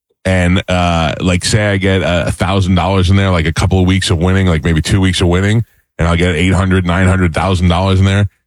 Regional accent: New York, United States; That was when, so they used to have these things when I grew up in New York, and there's a lot of New Yorkers and people from the Northeast are gonna, you know, relate to this.

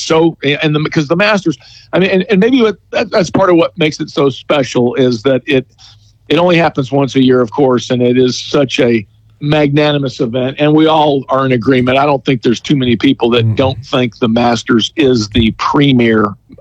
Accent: United States; I'm an American

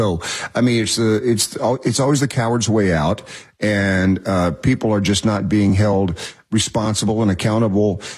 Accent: Knoxville, Tennessee, United States; I mean, I grew up in Knoxville, Tennessee.

